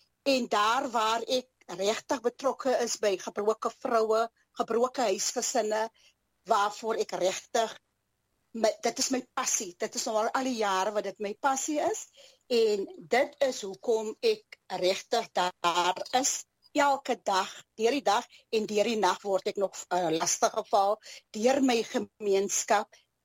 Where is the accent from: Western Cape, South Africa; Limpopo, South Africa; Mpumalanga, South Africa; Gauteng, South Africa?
Western Cape, South Africa; Mossel Bay; ek het groot geword in Apollestraat, ek is 'n gebore Mossebaaier, en dan het ek ook, my laerskool was ook net die straat bokant my gewees in hierdie selfde wijk waar ek my laerskool gedoen